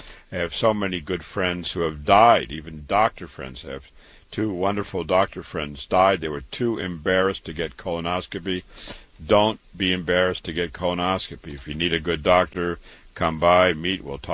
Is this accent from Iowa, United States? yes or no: yes; Waterloo, Iowa, United States; I was born and raised in Waterloo, Iowa.